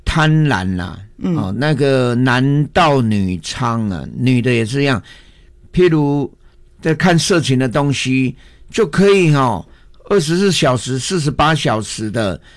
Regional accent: Daxi, Taoyuan, Taiwan; also born or lived in Yangmei; 我的老家 嗯， 在大溪齁乔爱，我的家2楼半

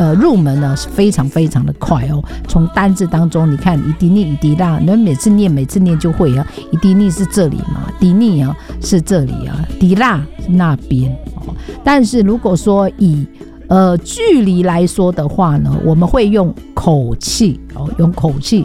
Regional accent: Amis area (eastern Taiwan), Taiwan; 以我们阿美族来说，我们就是吉拉嘎上是我们的圣山

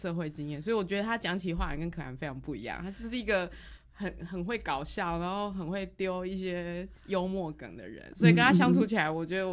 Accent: southern Taiwan, Taiwan; 然后刚好一聊，我发现我们背景蛮像的，我们都是南部人。

